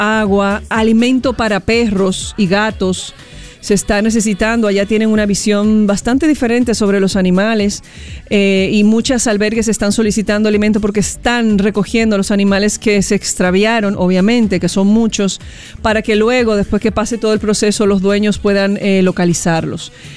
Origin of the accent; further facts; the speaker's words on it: Dominican Republic; Nosotros, como República Dominicana, somos un país que estamos en un punto drástico en temas geológicos